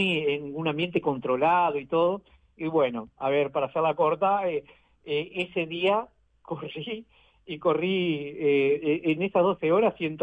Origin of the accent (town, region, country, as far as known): Uruguay